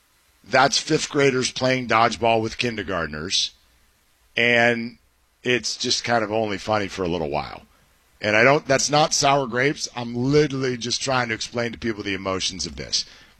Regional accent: Bay Area, California, United States; moved away; also born or lived in Los Angeles; I grew up in the Bay Area and I root for the San Francisco Giants.

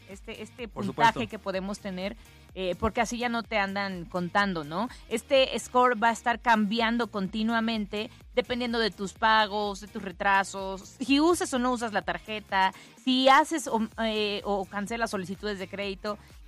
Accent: Mexico; y nosotros como ciudadanos, como personas, como mexicanos, tenemos algunos derechos conforme a la ley.

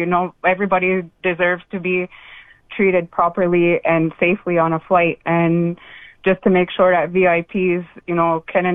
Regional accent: Kahnawake, Quebec, Canada; I introduced myself. I just said … I'm a Mohawk from Gunawage.

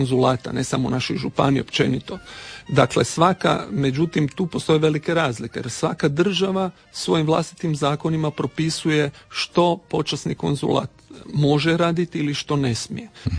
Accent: Istria County, Croatia; mogu reći da sam i kao Istrijan i ponosan na to.

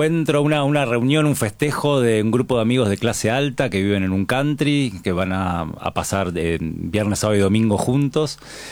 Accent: Monte Grande, Buenos Aires Province, Argentina; Yo soy del conurbano bonaerense, soy de Monte Grande

